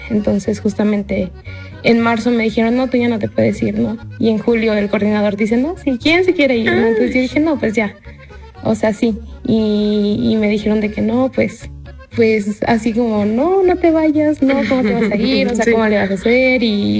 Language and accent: Spanish; Monterrey, Nuevo León, Mexico; moved away as an adult; now in Hidalgo, Mexico; yo soy de la ciudad de Monterrey y estudio biología en la Universidad Autónoma de Nuevo León.